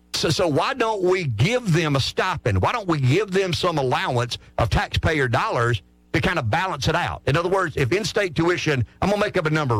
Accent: South Carolina, United States; I am a lifer from South Carolina who doesn't like 50% of the students in South Carolina being from New Jersey, New York, Massachusetts.

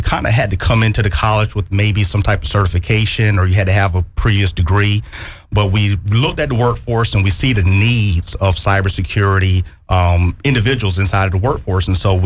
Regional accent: Sumter, South Carolina, United States; So I'm from right here in Sumter, born and raised

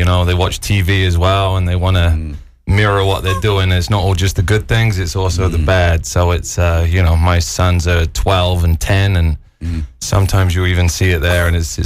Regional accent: Isle of Wight, South East England, United Kingdom; now in Sumter, United States; About an hour and a half south of London, a little place called the Isle of Wight.

